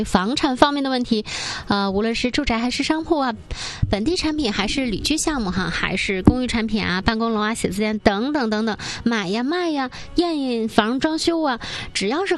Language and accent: Chinese; Northeast China, China; accent: Northeastern (Dongbei) dialect; 就我们东北话讲特别的得劲儿